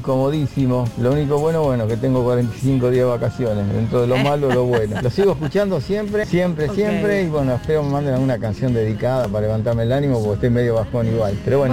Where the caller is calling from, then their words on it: Quilmes, Buenos Aires Province, Argentina; de Quilmes.